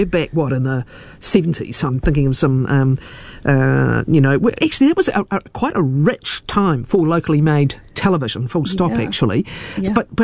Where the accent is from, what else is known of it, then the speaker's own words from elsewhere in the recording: Dunedin, Otago, New Zealand; they're playing the Southern Hoiho in Dunedin on Sunday. That's my hometown